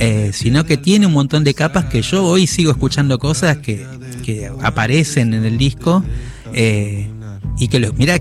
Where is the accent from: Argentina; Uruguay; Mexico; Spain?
Argentina